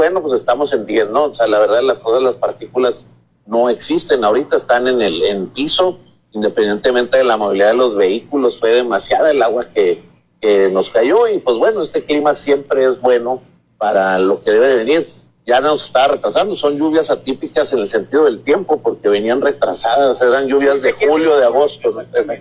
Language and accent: Spanish; Ciudad Juárez, Chihuahua, Mexico; aquí los que somos de Juárez, desde hace muchos años siempre ha habido esta situación